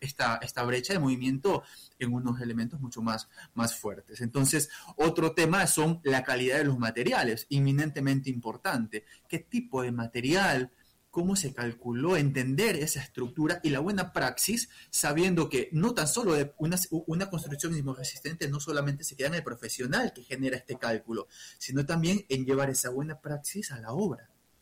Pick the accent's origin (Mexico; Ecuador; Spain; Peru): Ecuador; Portoviejo, Manabí; soy portovejense, manabita, presente en aquel evento telúrico